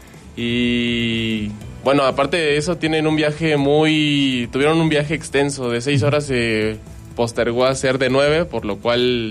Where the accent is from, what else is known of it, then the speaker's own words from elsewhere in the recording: Mexico; hoy todos somos mexicanos. Hoy somos más mexicanos que nada.